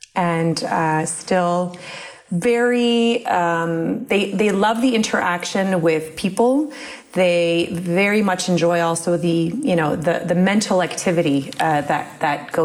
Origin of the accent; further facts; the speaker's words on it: Waterloo, Ontario, Canada; born there; So my parents immigrated from what was then Czechoslovakia, now the Czech Republic, to do their PhDs. And they met in at the University of Waterloo while they were doing their PhDs. That's where I wa